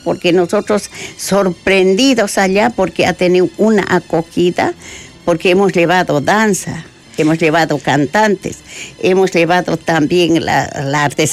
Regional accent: Puno, Peru; Es mi pueblo, yo soy de Puno

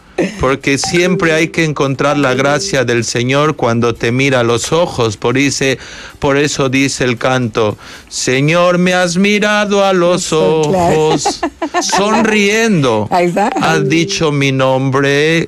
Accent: Chiclayo, Lambayeque, Peru; born there; now in Lima, Peru; celebré mis 36 años en septiembre, pero en noviembre lo voy a hacer en mi tierra, porque yo soy de Chiclayo.

